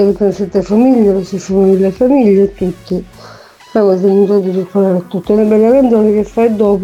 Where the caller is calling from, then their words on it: Pachino, Sicily, Italy; da Pachino.